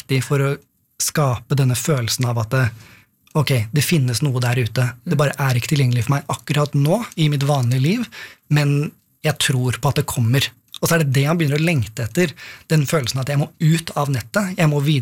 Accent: Oppegård, Akershus, Norway; born or raised there

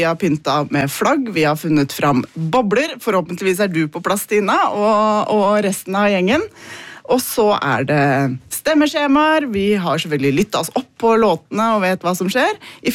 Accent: Steinberg, Buskerud, Norway; Jeg kom fra Steinberg, bodde der. Da på 80-tallet

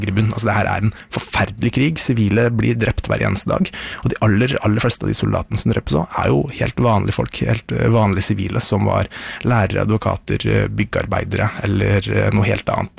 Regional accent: Østfold, Norway; born there; moved away as an adult; now in Skotbu, Norway; da var vi hjemme I Skjetve. For mamma og pappa, de har et lite småbruk

